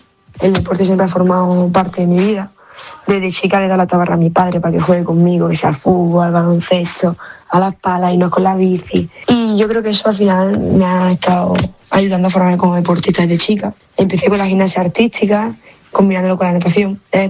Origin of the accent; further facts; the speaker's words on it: Almería, Andalusia, Spain; now in Seville, Spain; Para mí Almería siempre será casa, es y siempre será mi ciudad.